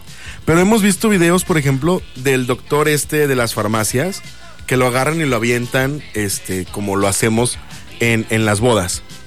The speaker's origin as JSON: {"language": "Spanish", "country": "Mexico", "said": "nosotros como mexicanos"}